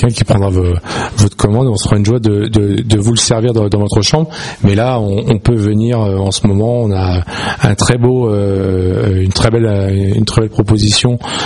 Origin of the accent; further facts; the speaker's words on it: La Rochelle, Nouvelle-Aquitaine, France; now in Taverny, France; Alors non, moi je suis Rochelais à la base, mais depuis maintenant 2000, je suis sur Paris.